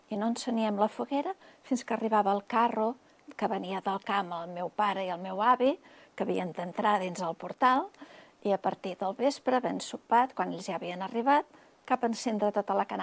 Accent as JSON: {"language": "Catalan", "town": "Manresa", "region": "Catalonia", "country": "Spain", "tie": "born or raised there", "said": "A prop del barri Vell, allà al carrer Sant Salvador, tocar l'Hospital de Sant Andreu. I tota la vida m'he mogut per aquest barri."}